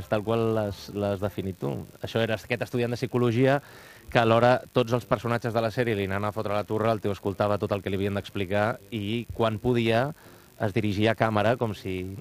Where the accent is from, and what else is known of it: Manresa, Catalonia, Spain